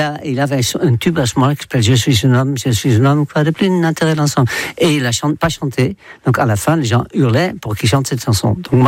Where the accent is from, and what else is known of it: Netherlands; born or raised there; moved away as an adult